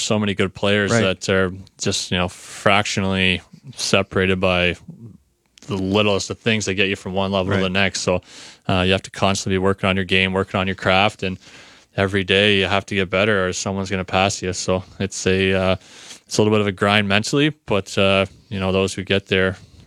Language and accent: English; Caledonia, Ontario, Canada; also born or lived in Hamilton / Sault Ste. Marie; played a lot of years in my hometown of Caledonia, and eventually played a year in Hamilton before getting drafted to the OHL and played in Sault Ste. Marie